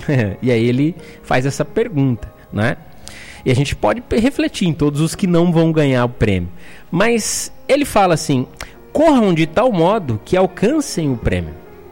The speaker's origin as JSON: {"language": "Portuguese", "country": "Brazil", "said": "A gente, como brasileiro"}